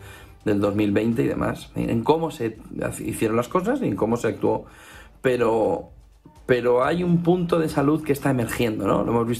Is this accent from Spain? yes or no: yes; Alicante, Valencian Community, Spain; En Alicante, en mi tierra, es pan de todos los días, de todos los veranos.